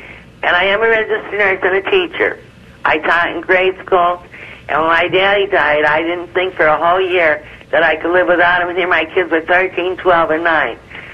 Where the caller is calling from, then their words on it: Woodstock, Pennsylvania, United States; Well, I'm from Woodstock, Pennsylvania, sister, near the Pocono Mountains.